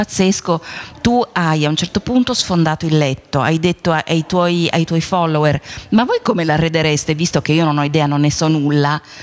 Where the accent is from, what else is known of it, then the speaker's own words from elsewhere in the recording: Lombardy, Italy; tu sarai bresciana, ma io sono brianzola